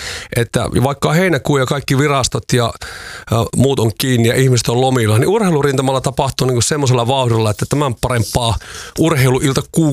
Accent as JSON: {"language": "Finnish", "region": "Savonia", "country": "Finland", "said": "niin kuin meillä Savossa sanotte"}